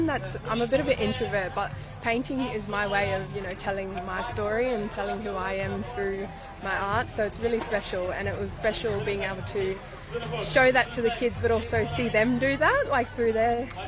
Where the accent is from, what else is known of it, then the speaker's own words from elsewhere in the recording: Mbanta, Northern Territory, Australia; Yeah, I'm from Mbanta, born and raised. I'm a proud Orindo, Mudjeta, Kadage and Walpri woman.